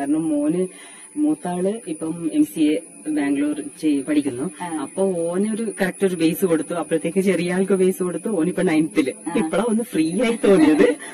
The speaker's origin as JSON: {"language": "Malayalam", "town": "Kadameri", "region": "Kerala", "country": "India"}